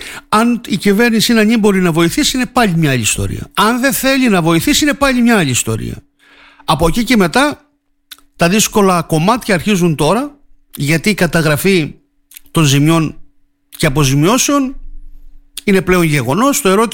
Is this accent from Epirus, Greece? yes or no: no; Agioi Deka, Crete, Greece; Στο χωριό μου Αγίοι 10 σπάνια χιονίζει, ποτέ δεν χιονίζει.